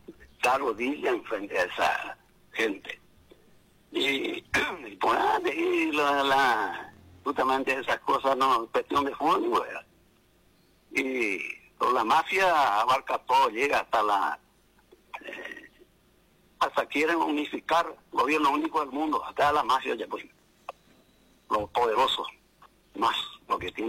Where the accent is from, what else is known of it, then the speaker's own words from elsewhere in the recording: Paraguay; born there; así como nací en el Paraguay, también he hecho ya de mi parte, por mi país, por mi querido Paraguay